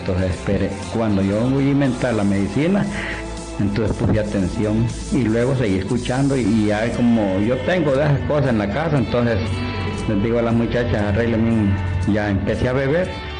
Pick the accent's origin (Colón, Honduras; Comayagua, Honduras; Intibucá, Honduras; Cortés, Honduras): Comayagua, Honduras; Esquías; Yo vengo de Esquías.